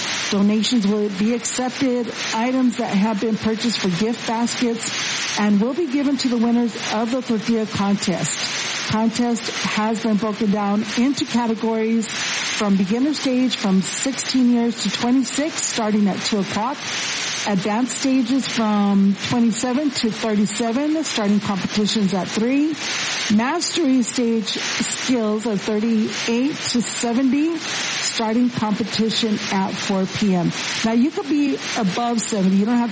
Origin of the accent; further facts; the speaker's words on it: Mammoth, Arizona, United States; my hometown in Mammoth, Arizona.